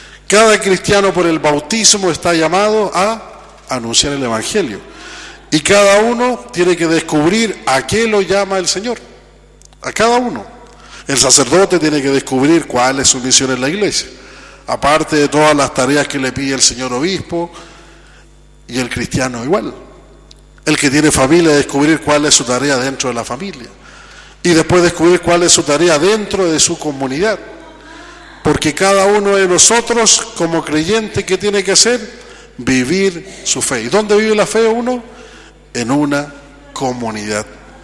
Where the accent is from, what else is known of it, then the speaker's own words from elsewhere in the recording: Coquimbo, Chile; Hoy día nosotros en la cuarta región tenemos un récord bien particular. Somos la zona de Chile que tiene más adultos mayores